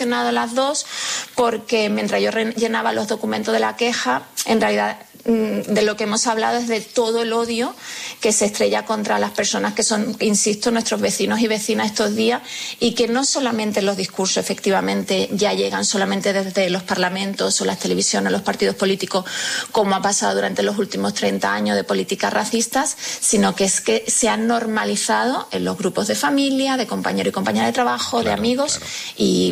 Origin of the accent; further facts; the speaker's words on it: Morocco; porque yo soy marroquí, yo no estoy de acuerdo con lo que ha pasado en Ceuta